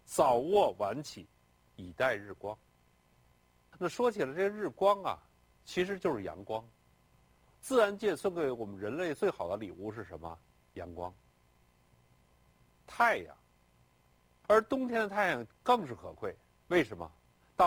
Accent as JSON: {"language": "Chinese", "region": "Beijing", "country": "China", "tie": "born or raised there", "said": "我小时候在北京"}